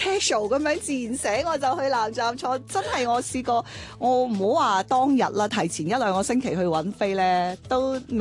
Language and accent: Cantonese; Guangdong, China; 我哋作為廣東人都比較熟悉啲